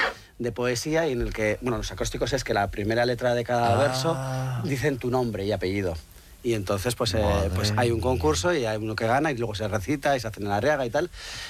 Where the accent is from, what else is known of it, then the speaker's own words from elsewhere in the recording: Basque Country, Spain; Ahora ya somos todos los vascos aquí.